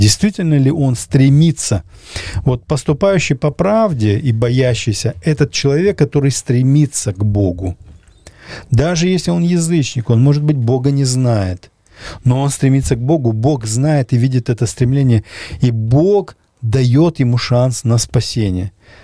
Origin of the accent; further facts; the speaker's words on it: Kabardino-Balkaria, Russia; Например, я кабардинец, я мусульманин. То есть я родился кабардинцем, это значит, я уже мусульманин.